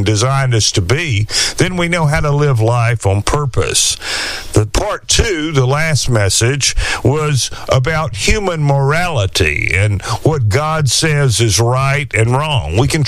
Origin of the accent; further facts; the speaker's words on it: Alabama, United States; I remember growing up in Alabama and how we would wake up in the morning and the fog and the mist would be on the pastures